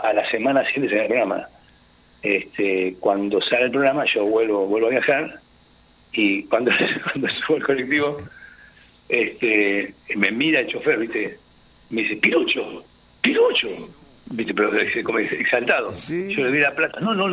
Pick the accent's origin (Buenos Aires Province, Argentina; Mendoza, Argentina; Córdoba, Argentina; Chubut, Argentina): Buenos Aires Province, Argentina; Cañuelas; yo soy de Cañuelas